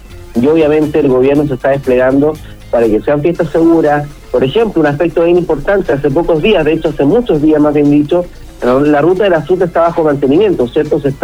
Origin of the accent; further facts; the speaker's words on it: Machalí, O'Higgins, Chile; Yo soy de Machalí